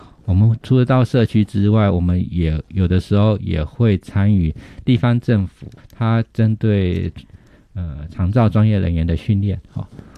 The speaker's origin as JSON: {"language": "Chinese", "country": "Taiwan", "said": "我发现其实我们台湾人常常忽略掉一个东西"}